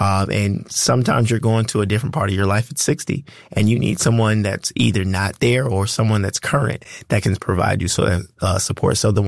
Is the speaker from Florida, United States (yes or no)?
yes; Fort Myers, Florida, United States; Fort Myers native, born and raised, Franklin Park Elementary, Dunbar Middle, Fort Myers High School. So it has been an interesting journey being here. My family, back to my great-great-grandmother, has been residents of Fort Myers, Fort Myers High grads as well.